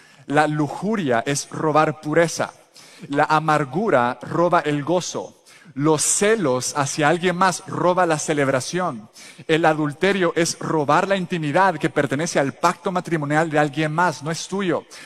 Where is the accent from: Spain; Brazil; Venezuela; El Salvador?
El Salvador; now in United States; cuando yo crecí en El Salvador